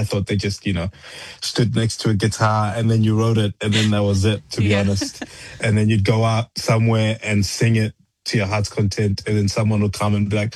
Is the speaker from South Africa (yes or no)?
yes; South Africa; born or raised there